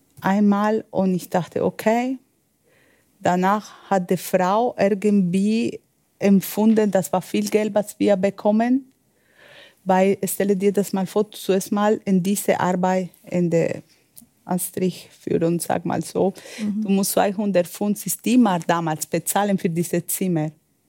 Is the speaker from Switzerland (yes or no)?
no; Medellín, Antioquia, Colombia; German is a second language